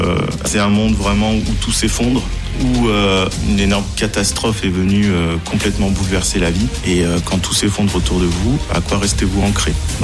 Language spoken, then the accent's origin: French; Auvergne-Rhône-Alpes, France; now in Gleizé, France; je suis habitant de Glézé depuis 5 ans maintenant, d'originaire plutôt de la région lyonnaise, Est Lyonnais.